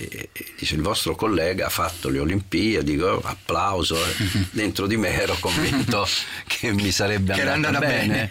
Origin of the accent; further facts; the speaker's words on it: Milan, Lombardy, Italy; A Milano, sì, però io sono cresciuto a Milano.